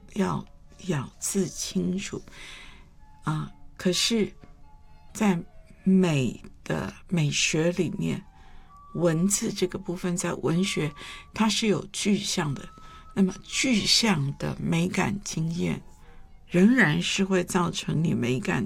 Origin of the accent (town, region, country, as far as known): Taiwan